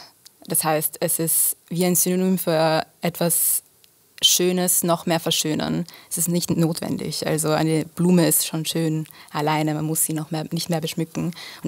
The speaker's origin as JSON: {"language": "German", "region": "Vienna", "country": "Austria", "tie": "born or raised there", "said": "Nein, ich bin in Wien aufgewachsen. Ich bin halb Italienerin, halb Australierin, aber eigentlich Wienerin im Herzen."}